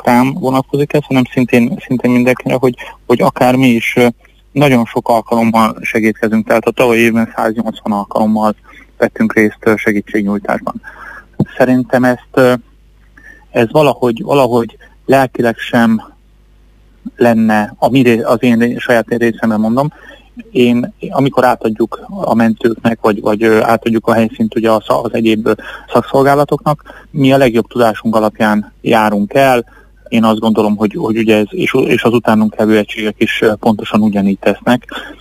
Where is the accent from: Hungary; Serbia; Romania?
Hungary; Debrecen, Hajdú-Bihar; debreceniként pontosan ismerve a várost